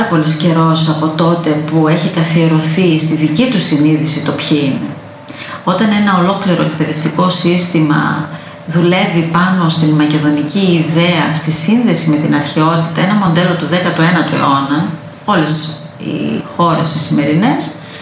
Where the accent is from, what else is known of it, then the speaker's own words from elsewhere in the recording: Greece; Ως Ελληνίδα σκέφτομαι